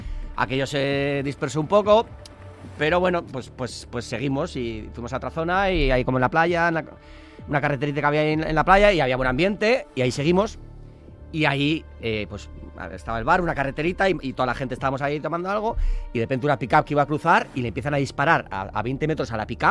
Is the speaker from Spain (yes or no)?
yes; San Sebastián, Basque Country, Spain